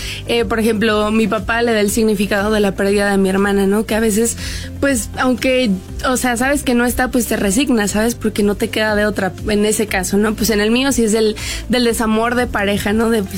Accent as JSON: {"language": "Spanish", "country": "Mexico", "said": "yo soy muy orgullosa de donde vengo y estoy muy contenta de ser mexicana."}